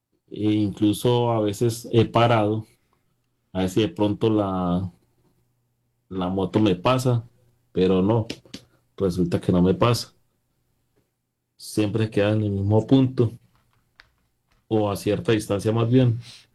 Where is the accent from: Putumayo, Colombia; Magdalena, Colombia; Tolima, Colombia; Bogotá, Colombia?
Tolima, Colombia; Yo soy del Tolima. Entonces, cuando cruzo o paso más bien el cruce de Armero, siempre veo a lo lejos el reflejo de una farola de una moto.